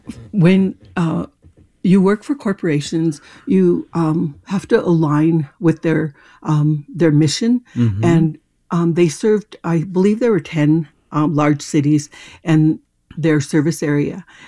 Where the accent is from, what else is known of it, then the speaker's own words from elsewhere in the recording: North Dakota, United States; I grew up on the Turtle Mountain Band of Chippewa Indian Reservation, and we're close to the Canadian border